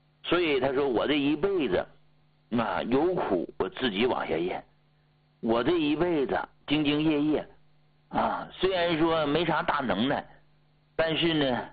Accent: Heilongjiang, China; moved away; 因为本身你看我老家黑龙江的啊，前些年呢回去过啊，回老家

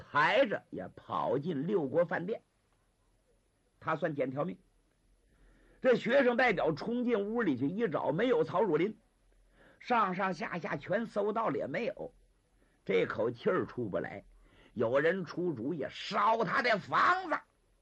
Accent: Liaoning, China; 我本身也是辽宁人

